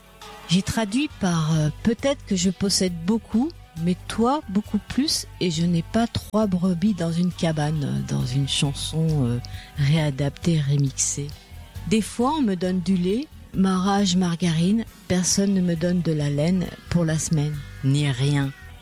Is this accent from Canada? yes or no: no; Chile; moved away; cette chanson de mon pays natal, le Chili.